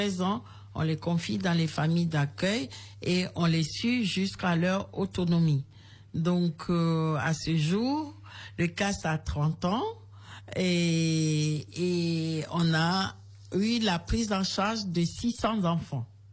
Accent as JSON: {"language": "French", "town": "Kpalimé", "region": "Plateaux", "country": "Togo", "tie": "born or raised there", "said": "Je suis originaire de Palimé."}